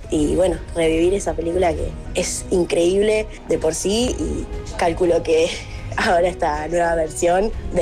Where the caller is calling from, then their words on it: Lanús, Buenos Aires Province, Argentina; soy de Lanús